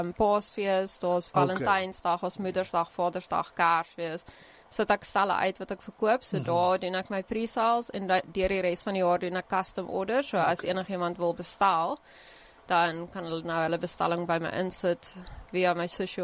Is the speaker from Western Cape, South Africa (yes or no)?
yes; Sedgefield, Western Cape, South Africa; en ons het net Sedgefield toe geraak, ek is van Sedgefield af, en toe het ek net die video's gekyk